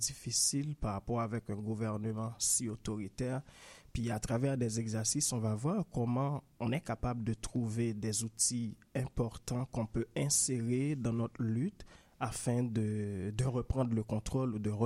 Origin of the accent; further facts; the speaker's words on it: Haiti; puisque moi, en Haïti, je travaillais plus, je viens d'Haïti, en fait.